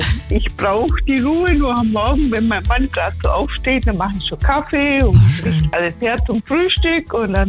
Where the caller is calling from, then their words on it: Leipheim, Bavaria, Germany; Ich bin aus Leipheim.